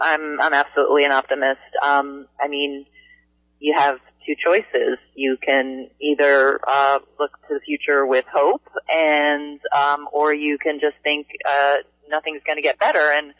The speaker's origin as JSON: {"language": "English", "town": "Hoboken", "region": "New Jersey", "country": "United States", "tie": "born there", "also_born_or_lived": "North Bergen, New Jersey / Florida", "moved": "yes"}